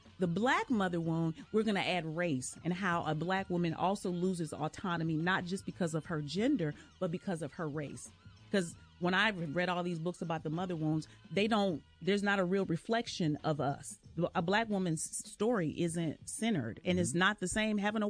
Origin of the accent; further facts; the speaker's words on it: Stedman, North Carolina, United States; now in Rock Hill, United States; I'm from Stedman, North Carolina.